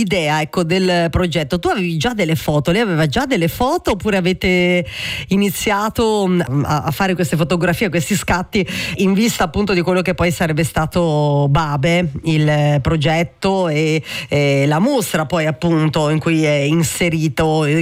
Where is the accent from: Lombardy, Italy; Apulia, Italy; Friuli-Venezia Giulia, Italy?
Friuli-Venezia Giulia, Italy; io non sono triestina, nonostante sia appunto corregionale